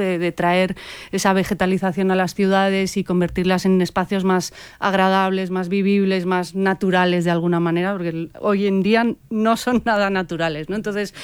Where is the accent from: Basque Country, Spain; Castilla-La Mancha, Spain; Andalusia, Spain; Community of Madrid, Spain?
Basque Country, Spain; Tolosa; yo soy de Tolosa, soy de cerquita